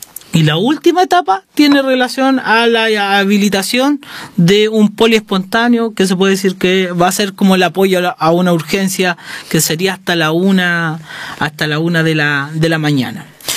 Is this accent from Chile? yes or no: yes; Cauquenes, Maule, Chile; yo soy del Maule, a mí eso es un punto también importante. Yo soy maulino, yo de corazón soy cauquenino, a los cauqueninos le dicen los chochoqueros, así que soy y mi familia es de campo